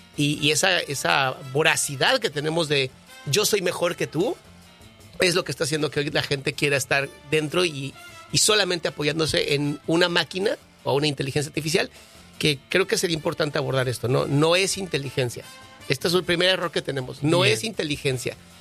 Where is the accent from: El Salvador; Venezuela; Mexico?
Mexico; moved away; yo sí soy mexicano porque nací en México, pero mis papás son argentinos.